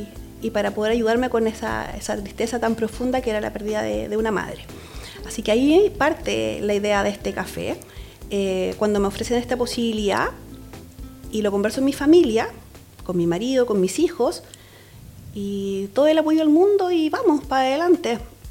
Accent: Maule, Chile; en la séptima región de donde yo soy.

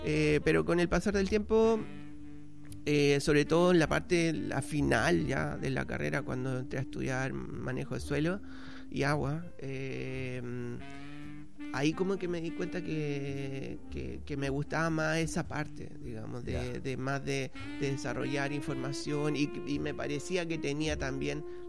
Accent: Chile; moved away as an adult; also born or lived in Washington, United States

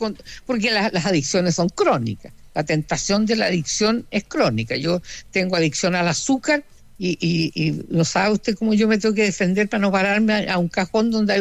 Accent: Puerto Montt, Los Lagos, Chile; born there; moved away; Yo tenía un departamento en Angelmó, me fui a mi tierra a tomar aire puro

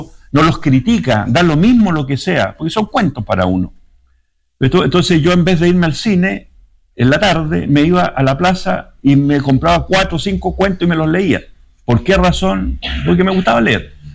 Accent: Vicuña, Coquimbo, Chile; also born or lived in La Serena; Yo era interno en ese colegio porque yo soy de Vicuña, de Elqui, al interior de La Serena.

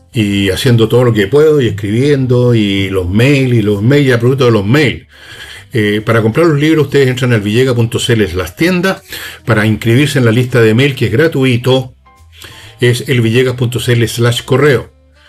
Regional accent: Chile

